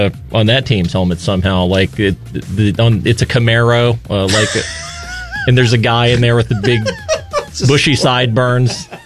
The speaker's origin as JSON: {"language": "English", "town": "Randolph County", "country": "United States", "said": "Well, obviously, I'm from Randolph County. It's a bit of a homecoming for us."}